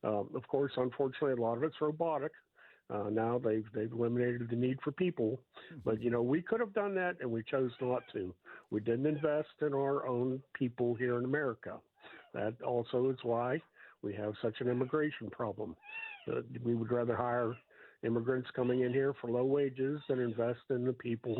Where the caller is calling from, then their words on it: Sharon, Pennsylvania, United States; And yes, I am calling from Sharon, Pennsylvania